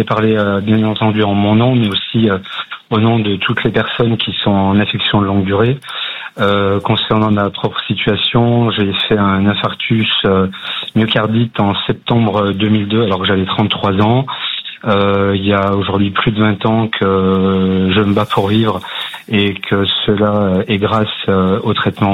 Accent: Saint-Étienne, Auvergne-Rhône-Alpes, France; sur le trajet qui est de Saint-Étienne, puisque je suis stéphanois, jusqu'à Lyon

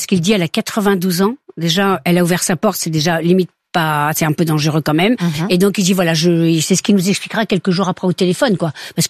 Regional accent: Pays de la Loire, France; moi, je suis originaire d'Anjou.

